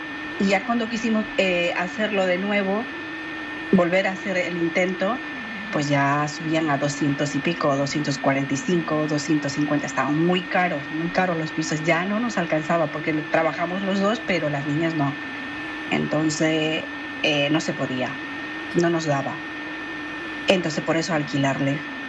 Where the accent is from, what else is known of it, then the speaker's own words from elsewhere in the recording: Bolivia; moved away; Sí, bueno, yo soy de Bolivia y vine hace 25 años. Y traje a las niñas después.